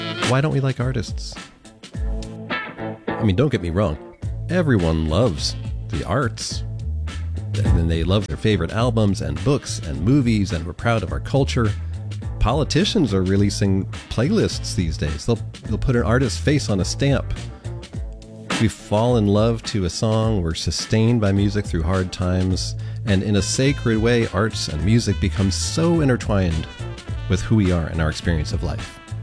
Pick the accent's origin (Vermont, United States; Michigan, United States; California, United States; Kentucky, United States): Vermont, United States; Burlington; A very sad thing is happening in my hometown this week in that the Radio Bean in Burlington, Vermont, a place that's close to my heart, is closing after more than 20 years.